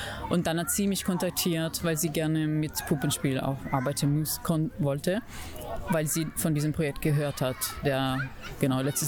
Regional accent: Italy; German is a second language

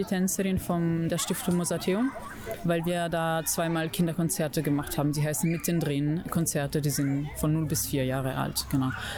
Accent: Italy; German is a second language; Ich komme aus Italien, es gibt, keine Ahnung, Gefängnisse, die überfüllt sind

